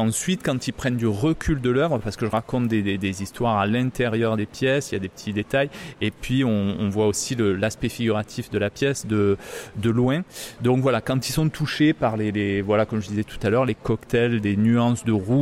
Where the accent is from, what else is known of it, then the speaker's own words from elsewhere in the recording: Vernègues, Provence-Alpes-Côte d'Azur, France; je suis sculpteur et peintre. Je viens de Vernègue, qui est un petit village à côté de Salon-de-Provence, qui est à peu près à 1h30-2h de route d'Aiguemortes.